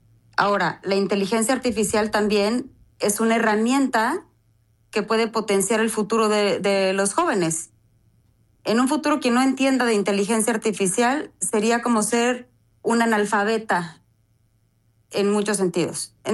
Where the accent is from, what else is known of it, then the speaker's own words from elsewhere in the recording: Querétaro, Mexico; Soy orgullosamente queretana